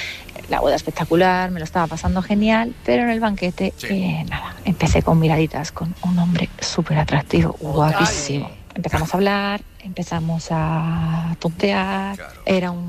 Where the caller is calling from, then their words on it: Madrid, Community of Madrid, Spain; soy de Madrid.